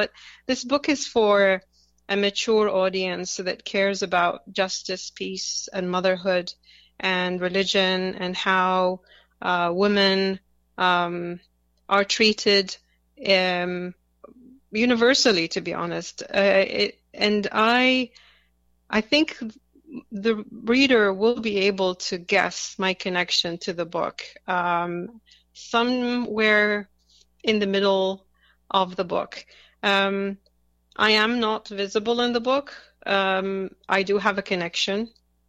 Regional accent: Iraq; moved away; I was born in Iraq and I grew up in Iraq. So I witnessed the Iraq-Iranian war and the first Gulf War.

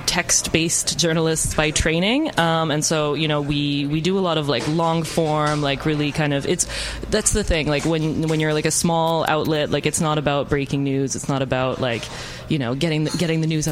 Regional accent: Canada; I think as a Canadian, you look at places like More Perfect Union or like Novara Media

